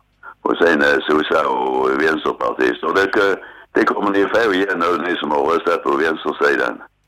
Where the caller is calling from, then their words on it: Sweden; Jag är glad för att jag är svensk.